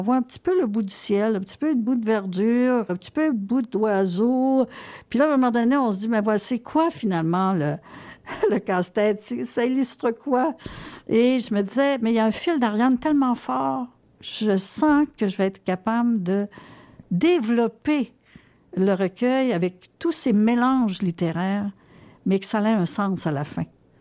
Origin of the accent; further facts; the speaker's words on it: Iberville, Quebec, Canada; Je prenais le train à Iberville Station, mon village natal. Je suis née à deux rues de la gare.